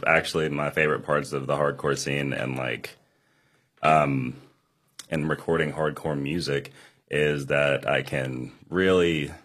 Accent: Huntington, West Virginia, United States; three out of five of us are living in Charleston, and then I'm from Huntington.

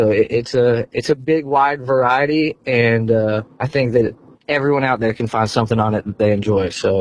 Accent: Somerset, Kentucky, United States; from Somerset, Kentucky.

